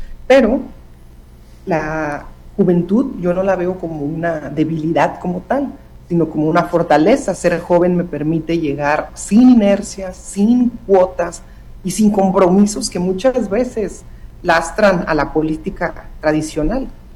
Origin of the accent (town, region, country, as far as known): Mexico